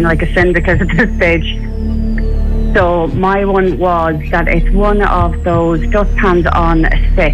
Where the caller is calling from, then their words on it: Slane, Leinster, Ireland; I'm in Stane, County Meath.